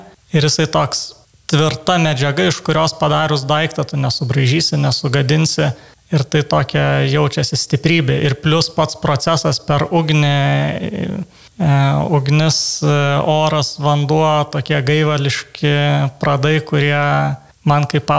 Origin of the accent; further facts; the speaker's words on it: Vilnius, Vilnius County, Lithuania; moved away as an adult; also born or lived in Kaunas; aš pats esu vilnietis, bet taip gavosi, kad išvažiavau studijuoti Kauną.